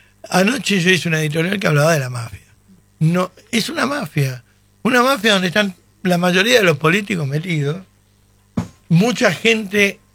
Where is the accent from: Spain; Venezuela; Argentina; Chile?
Argentina; Pero hablo como argentino.